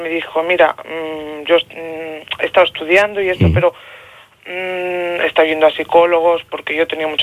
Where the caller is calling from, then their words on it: Catalonia, Spain; Llamo desde San Quirsa.